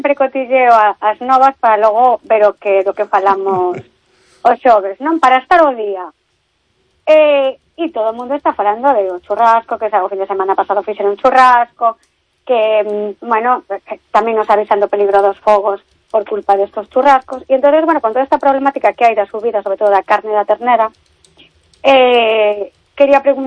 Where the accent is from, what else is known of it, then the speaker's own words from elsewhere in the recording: Galicia, Spain; Son moi galega, non?